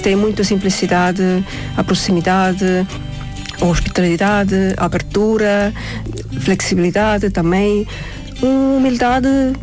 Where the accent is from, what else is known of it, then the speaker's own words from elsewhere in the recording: Estonia; Portuguese is a second language; now in Portugal; eu ainda sou da Estónia, não é? Tenho algumas partes de cultura ainda muito fortes em mim